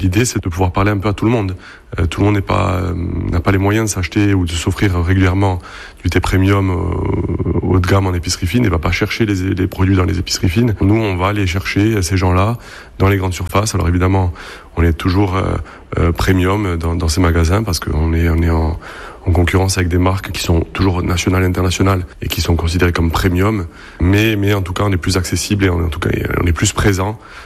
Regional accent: Biguglia, Corsica, France; Moi, je suis de Bigouille, donc j'ai grandi à Bigouille, on a créé l'entreprise à Bigouille.

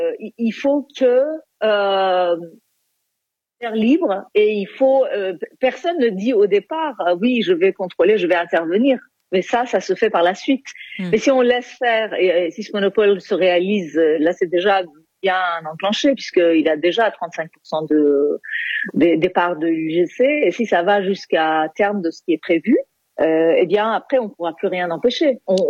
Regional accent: Iran; now in France; franco-iranienne, je suis d'origine iranienne, j'ai grandi en Iran

